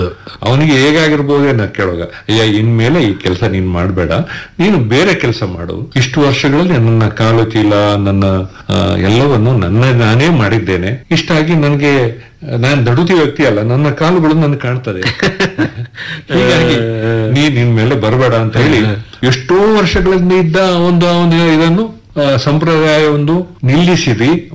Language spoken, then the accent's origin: Kannada; Puttur, Karnataka, India; born or raised there